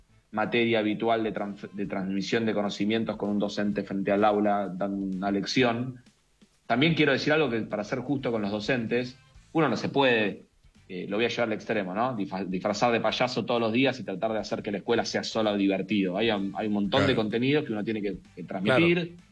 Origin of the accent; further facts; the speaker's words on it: Argentina; no hay ningún impedimento para que nosotros como argentinos lo podamos hacer.